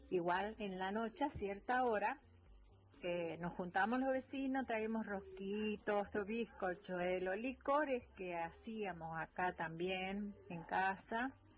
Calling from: San Rafael, Mendoza, Argentina; yo vivo en Sol de Mayo, cuadro nacional, y los vecinos eran finca en esos años.

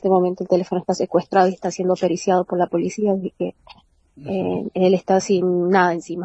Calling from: San Luis, Argentina; Somos de la provincia de San Luis

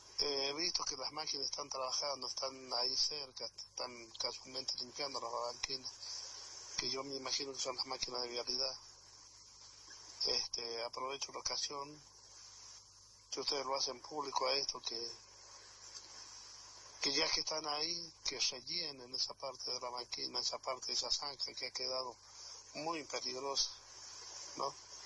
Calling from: Huaco, San Juan, Argentina; Soy un vecino de Guaco

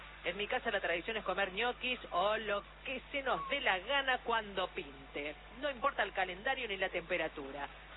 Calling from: San Miguel de Tucumán, Tucumán, Argentina; de Tucumán. Estoy anotado 029.

